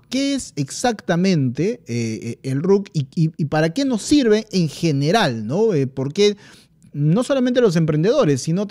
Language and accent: Spanish; Peru; todos somos peruanos